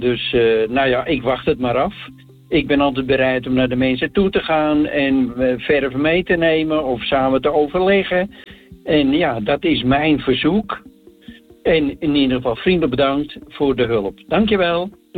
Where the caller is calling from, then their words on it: Hoofddorp, North Holland, Netherlands; uit Hoofddorp en ik zou wat inspreken in verband met de uitzending van straks